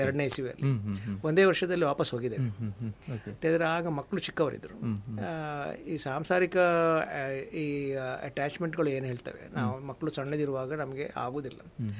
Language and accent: Kannada; Dandeli, Karnataka, India; born there; moved away as an adult; also born or lived in Thumbe, Bantwal taluk / Surathkal; ಹುಟ್ಟಿದ್ದು ಇಲ್ಲಿ ಬಂಟ್ವಾಳ ತಾಲೂಕಲ್ಲಿ, ತುಂಬೆ ಅಂತ ಹೇಳೋ ಪ್ರದೇಶದಲ್ಲಿ. ಆದರೆ ಬೆಳೆದದ್ದು 7ನೇ ತರಗತಿಯವರೆಗೆ ದಾಂಡೇಲಿ ಅಂತ ಹೇಳುವ ಪ್ಲೇಸಲ್ಲಿ.